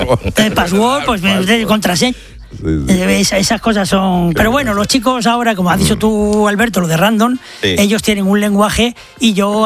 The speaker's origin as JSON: {"language": "Spanish", "town": "Lorca", "region": "Region of Murcia", "country": "Spain", "said": "a mí también me gusta, cuando vengo de Lorca muchas veces digo me se."}